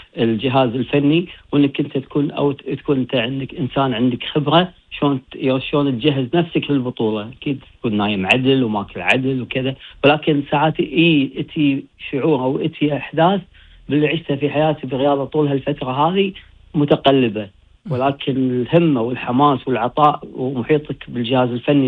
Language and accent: Arabic; Kuwait; وحب وطني الكويت، اني احب بلدي الكويت